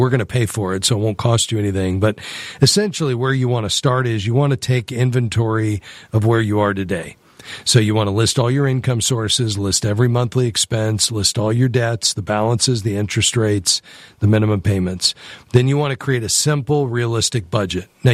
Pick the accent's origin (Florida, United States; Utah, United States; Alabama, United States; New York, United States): Florida, United States; now in Atlanta, United States; Oh, I'm actually from originally South Florida. I'm currently in Atlanta is where I'm based out